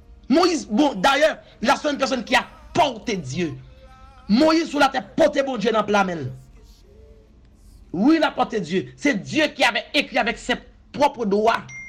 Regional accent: Haiti; Pas de problème, je suis haïtienne

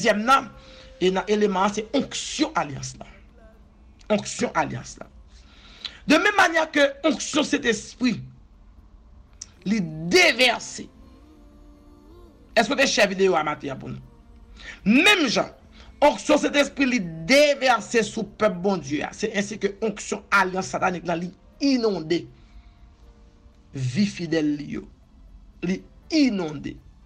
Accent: Haiti; Pas de problème, je suis haïtienne

